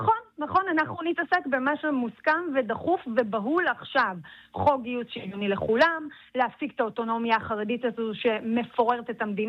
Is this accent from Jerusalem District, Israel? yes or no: yes; Jerusalem, Jerusalem District, Israel; אני ירושלמית